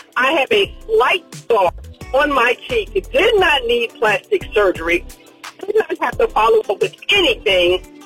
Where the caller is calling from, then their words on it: Atlanta, Georgia, United States; I am calling from Atlanta.